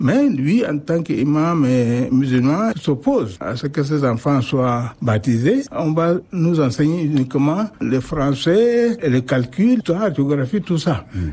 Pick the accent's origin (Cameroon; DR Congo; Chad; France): Chad; Baro, Guéra; also born or lived in Oumran; Mais j'ai grandi à Baro, dans le canton de Ngor. Donc c'est là où j'ai grandi et j'ai fréquenté l'école.